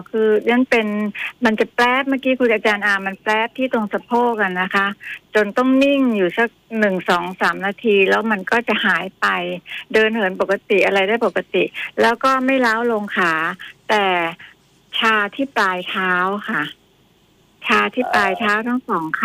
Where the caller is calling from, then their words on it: Bangkok, Thailand; กรุงเทพค่ะพี่แจนค่ะ